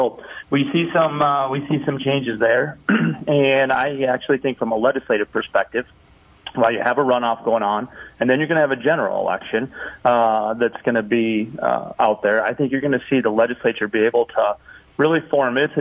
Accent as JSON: {"language": "English", "town": "Arlington", "region": "South Dakota", "country": "United States", "tie": "born or raised there", "lives_now": "Madison, United States", "said": "You know, I grew up in Arlington. I live in Madison. These are safe communities. Growing up, we left our, you know, keys in the pickup and our front doors unlocked. That's the type of South Dakota I think that we all love"}